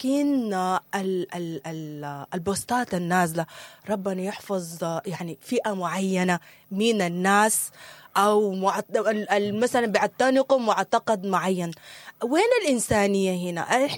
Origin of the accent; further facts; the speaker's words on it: Sudan; احنا مهتمين كسودانيين